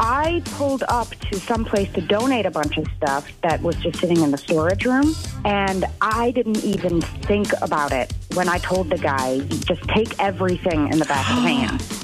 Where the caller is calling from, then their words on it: Madison, Wisconsin, United States; I'm from Madison.